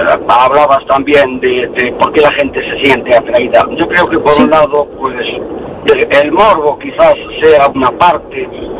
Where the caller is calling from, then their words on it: A Coruña, Galicia, Spain; de La Coruña